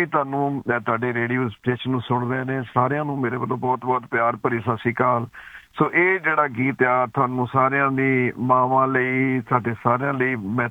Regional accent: Husainpur, Punjab, India; now in England, United Kingdom; ਅਸੀਂ ਨਕੋਦਰ ਦੇ ਨਾਲ, ਸਾਡਾ ਪਿੰਡ ਆ ਜੀ ਹੁਸੈਨਪੁਰ, ਤੇ ਸਾਨੂੰ ਉਹ ਪਿੰਡਾਂ ਦੀ ਲਫ਼ਜ਼ ਉਹਦਾ ਦੀ ਗੱਲਬਾਤ ਹੋਣੀ ਚਾਹੀਦੀ ਆ।

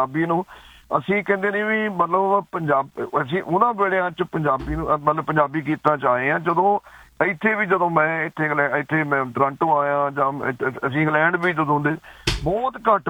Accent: Husainpur, Punjab, India; now in England, United Kingdom; ਅਸੀਂ ਨਕੋਦਰ ਦੇ ਨਾਲ, ਸਾਡਾ ਪਿੰਡ ਆ ਜੀ ਹੁਸੈਨਪੁਰ

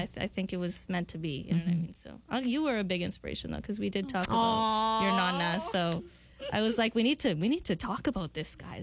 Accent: Windsor, Ontario, Canada; first language English; now in Montreal, Canada; I use it about myself because I'm from Ontario. I say I am Italian Canadian from Windsor

